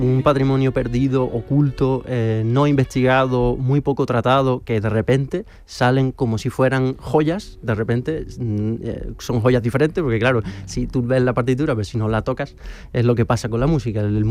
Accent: San Roque, Andalusia, Spain; moved away; yo soy de San Roque. Y el pueblecito del Campo de Libertad.

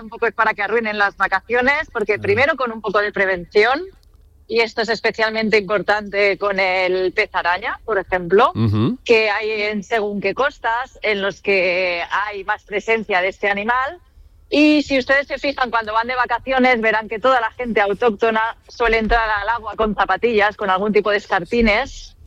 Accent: Catalonia, Spain; Yo, por ejemplo, que soy de cerca de Barcelona, en el Mediterráneo no hay tantos, pero algún pez araña puede haber.

